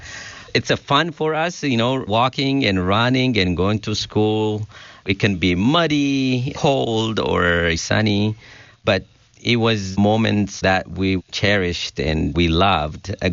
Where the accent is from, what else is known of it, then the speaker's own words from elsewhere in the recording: Sidama, Ethiopia; first language Sidama; English is a second language; in Sidaminya, which is my mother tongue language